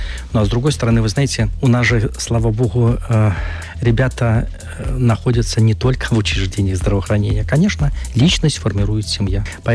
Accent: Belarus; мы белорусы, которые живем традициями доброты, достойного отношения друг к другу, взаимопомощи.

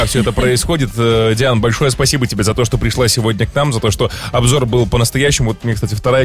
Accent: Zhodzina, Minsk Region, Belarus; как человек-сосед Борисовскому району, в принципе, Борисову, я из Жодина

